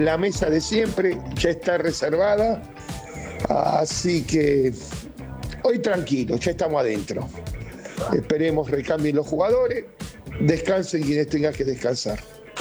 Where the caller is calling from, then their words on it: Buenos Aires, Argentina; Desde La Boca … los saluda.